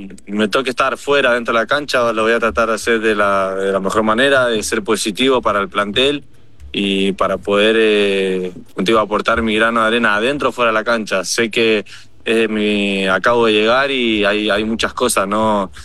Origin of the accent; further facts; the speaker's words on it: Mendoza, Argentina; Yo soy mendocino, entonces estoy cerca